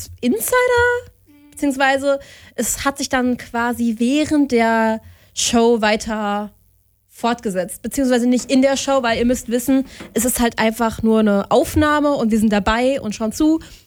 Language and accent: German; Darmstadt, Hesse, Germany; born there; bei mir in der Heimat, more or less.